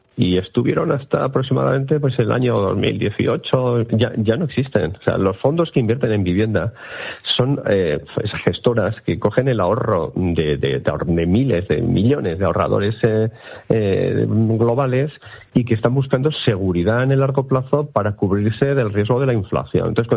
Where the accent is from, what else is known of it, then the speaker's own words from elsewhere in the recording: Bilbao, Basque Country, Spain; yo que soy de Bilbao y siempre pongo el ejemplo muy sencillo